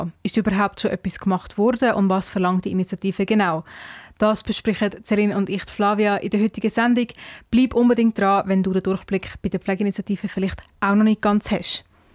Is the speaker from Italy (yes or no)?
no; Switzerland; Nirgends ist Demokratie so direkt wie bei uns in der Schweiz.